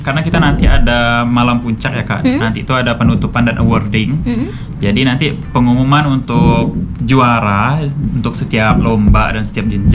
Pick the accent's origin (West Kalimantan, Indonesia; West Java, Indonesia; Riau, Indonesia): West Kalimantan, Indonesia; Ketapang; moved away as an adult; now in Pontianak, Indonesia; Kalau saya aslinya dari Ketapang Kak.